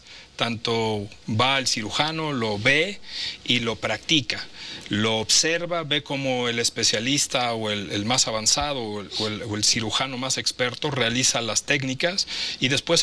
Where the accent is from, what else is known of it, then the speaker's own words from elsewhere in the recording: Mexico; a mí me llena de orgullo como mexicano.